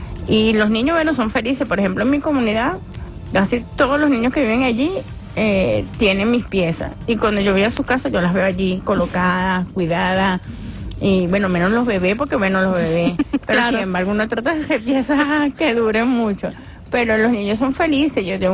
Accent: Venezuela; nuestra identidad como venezolanos y venezolanas

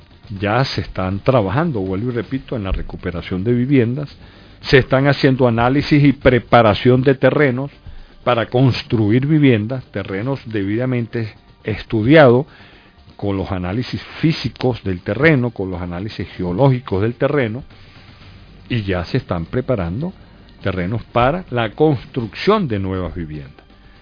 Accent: Venezuela; como venezolano que soy

